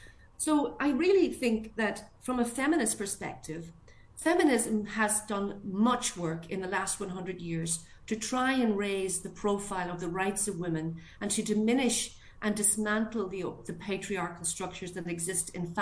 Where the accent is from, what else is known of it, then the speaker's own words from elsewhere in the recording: Donegal, Ulster, Ireland; I come from Donegal in Ireland.